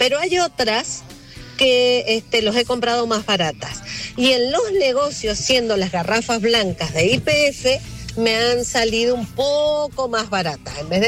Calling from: Luján de Cuyo, Mendoza, Argentina; Yo vivo en Luján

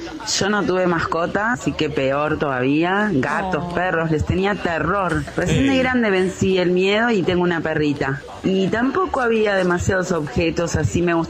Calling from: Buenos Aires, Argentina; de Balvanera.

